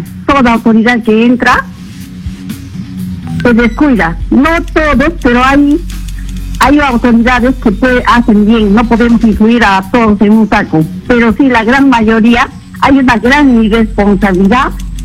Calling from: Iquitos, Loreto, Peru; Estoy llamando desde Iquitos.

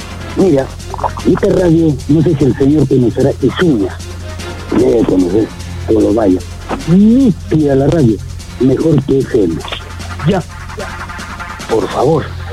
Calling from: Peru

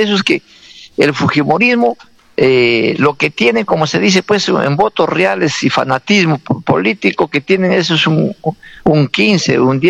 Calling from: Peru

